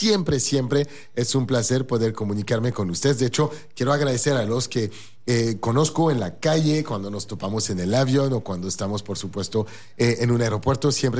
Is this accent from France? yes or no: yes; Paris, Île-de-France, France; Spanish is a second language; also born or lived in New York; now in Mexico; Déjame decirte un poco lo que me ha pasado a mí cuando llegué aquí a México. Yo vengo de París, obviamente, y viví en Estados Unidos, en Nueva York.